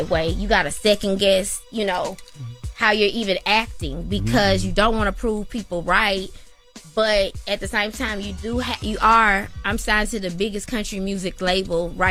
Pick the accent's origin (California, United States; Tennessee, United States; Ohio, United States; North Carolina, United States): Tennessee, United States; Memphis